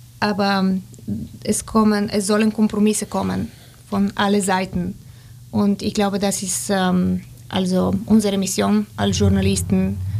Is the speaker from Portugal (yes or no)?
no; Bulgaria; moved away as an adult; now in Germany; ich bin Bulgarin